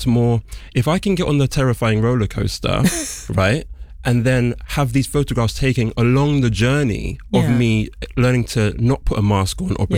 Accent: United Kingdom; being British

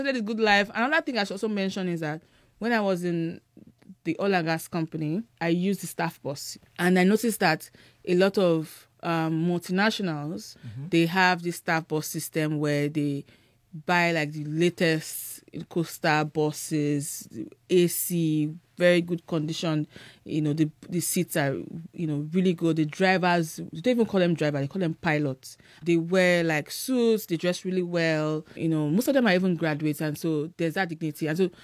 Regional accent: Ibadan, Oyo, Nigeria; I grew up in Ibadan.

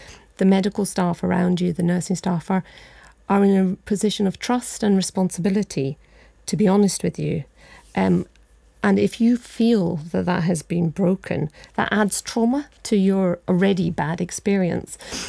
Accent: India; So my dad was a surgeon in he practiced in India. I was brought up in India.

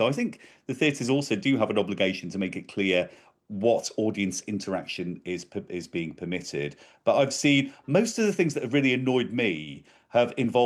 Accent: Manchester, North West England, United Kingdom; I'm very proud of my Northwest heritage. I'm from Manchester

